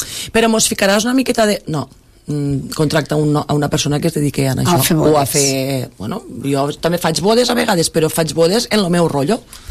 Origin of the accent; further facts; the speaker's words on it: Roquetes, Catalonia, Spain; crec que vinc de Roquetes